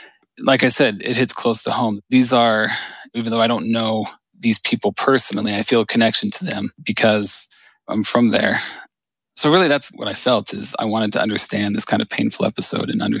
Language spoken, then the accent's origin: English; Cincinnati, Ohio, United States; I am from Cincinnati.